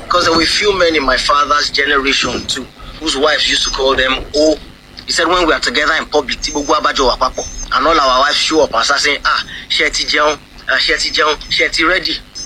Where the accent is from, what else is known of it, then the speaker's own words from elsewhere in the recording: Ajawa, Oyo, Nigeria; I'm from Ajawa